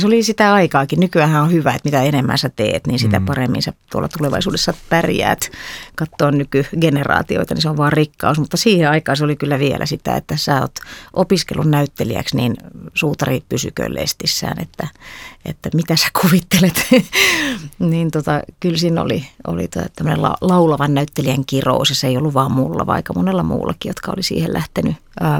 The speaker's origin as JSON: {"language": "Finnish", "country": "France", "tie": "born or raised there", "said": "siihen liittyy tietenkin se, että mä olen lapsuuteni viettänyt Ranskassa"}